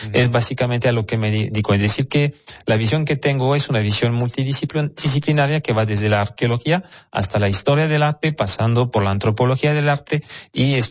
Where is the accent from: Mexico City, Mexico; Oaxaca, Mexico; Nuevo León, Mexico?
Nuevo León, Mexico; Monterrey; forjar un poquito mejor nuestra identidad como regios y personas del noreste de México.